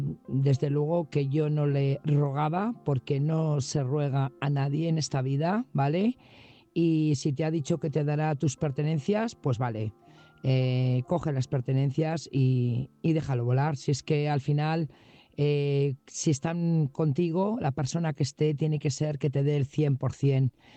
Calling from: Burgos, Castile and León, Spain; Buenas noches … corresponsal de Burgos.

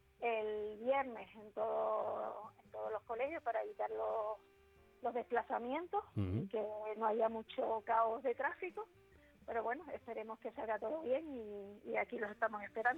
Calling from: Tenerife, Canary Islands, Spain; Soy de Canarias.

